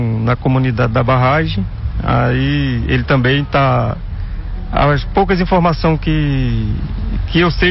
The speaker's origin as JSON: {"language": "Portuguese", "town": "Carpina", "region": "Pernambuco", "country": "Brazil", "tie": "born or raised there", "moved": "yes", "lives_now": "Pesqueira, Brazil", "said": "Eu sou natural de Carpina."}